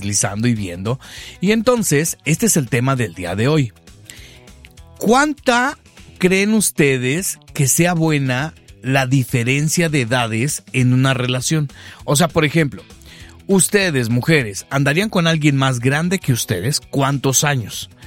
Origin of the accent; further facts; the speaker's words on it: Guadalajara, Jalisco, Mexico; somos de Guadalajara